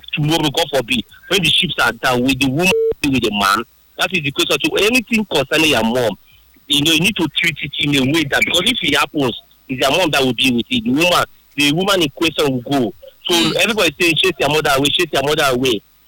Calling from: Port Harcourt, Rivers, Nigeria; I'm calling from Port Harcourt.

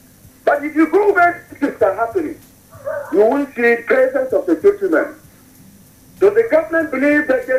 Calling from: Jos, Plateau, Nigeria; I am calling you from Anguarukuba.

